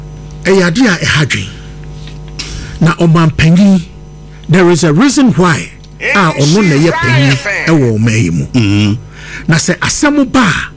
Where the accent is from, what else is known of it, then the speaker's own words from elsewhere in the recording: Ghana; I am a Ghanaian and a proud Ghanaian, for that matter.